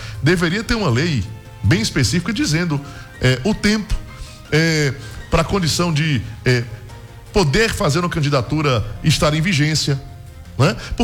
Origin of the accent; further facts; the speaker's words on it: Bahia, Brazil; Eu, sendo baiano, sertanejo